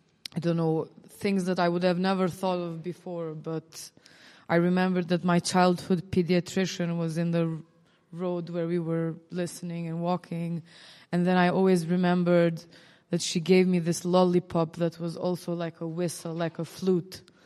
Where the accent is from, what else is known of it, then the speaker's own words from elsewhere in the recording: Pristina, Kosovo; I grew up in Pristina, so I experienced the sound walk differently